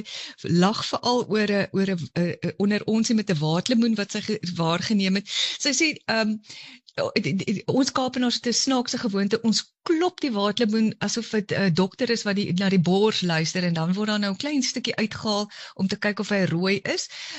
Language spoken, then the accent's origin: Afrikaans; Cape Town, Western Cape, South Africa